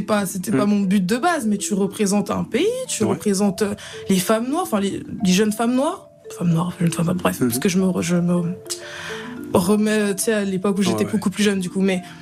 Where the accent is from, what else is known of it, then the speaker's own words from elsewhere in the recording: DR Congo; also born or lived in Paris, France; Ouais, je suis congolaise.